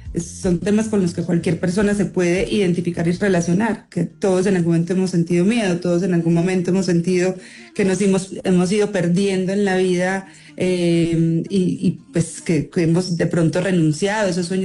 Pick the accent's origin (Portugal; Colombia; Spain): Colombia; moved away; also born or lived in United States / Mexico; Luego yo me fui de Colombia, entonces también por eso muchas personas uno piensa que la gente no se va a olvidar de uno